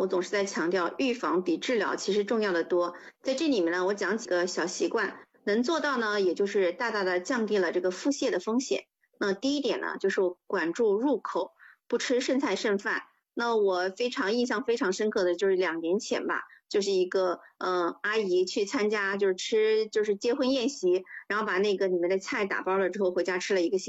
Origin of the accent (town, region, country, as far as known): China